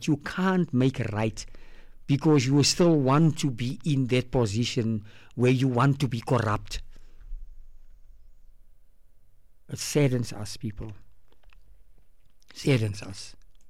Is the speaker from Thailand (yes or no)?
no; South Africa